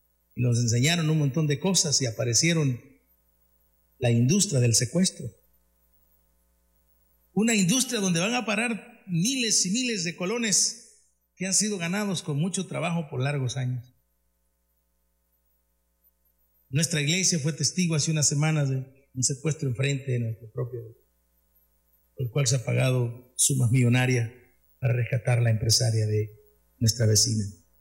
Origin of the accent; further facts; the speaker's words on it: El Salvador; los salvadoreños somos acuciosos, los salvadoreños somos campeones, los salvadoreños somos indómitos